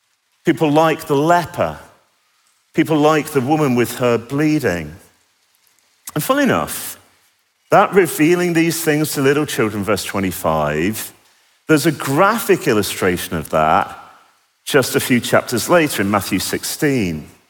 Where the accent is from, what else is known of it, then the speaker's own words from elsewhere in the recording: Manchester, North West England, United Kingdom; born there; I was born in Manchester, so I speak properly. Thankful beyond words that I was born into a Christian family.